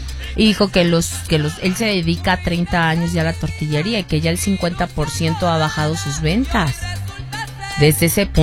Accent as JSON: {"language": "Spanish", "country": "Mexico", "said": "sí, a mí me encantan los taquitos, como buena mexicana."}